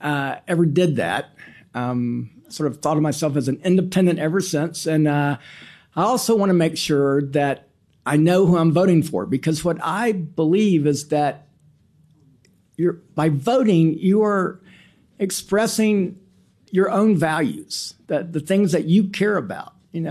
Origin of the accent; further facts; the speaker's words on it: Atlanta, Georgia, United States; now in Memphis, United States; I grew up in Atlanta. I didn't grow up in Memphis, although I promise you I'll be buried here.